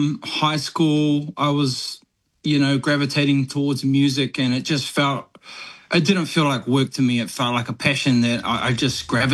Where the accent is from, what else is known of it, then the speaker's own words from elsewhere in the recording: Hamilton, Waikato, New Zealand; And I was born in Kirikiriroa, Hamilton, yeah. Waikato. Born and raised.